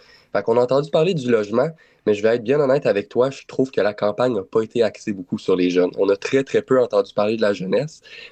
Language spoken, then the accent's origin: French; Warwick, Quebec, Canada; moved away as an adult; now in Jonquière, Canada; Moi, j'ai déménagé. Je viens de Warwick, dans le coin de Victoriaville.